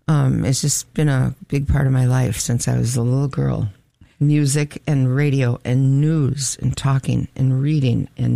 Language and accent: English; Alexandria, Minnesota, United States; I was born here and grew up here, and so was my mom.